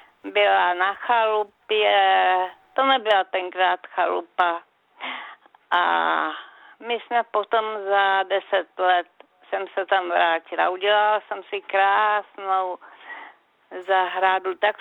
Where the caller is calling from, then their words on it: Central Bohemian Region, Czechia; z Kladenska